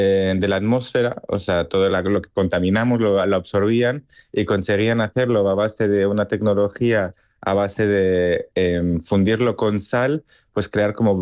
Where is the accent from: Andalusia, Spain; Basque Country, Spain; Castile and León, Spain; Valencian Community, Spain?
Castile and León, Spain; La Alberca; con mi pueblo en la alberca, al lado de Salamanca